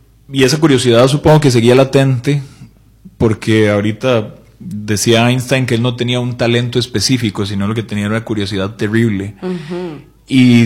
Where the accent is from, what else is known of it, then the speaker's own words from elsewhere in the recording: Costa Rica; para los que somos más ticos y más futboleros